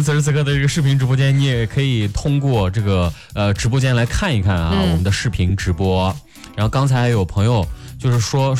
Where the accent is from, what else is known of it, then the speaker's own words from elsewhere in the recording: Xinjiang, China; moved away; 我的家乡新疆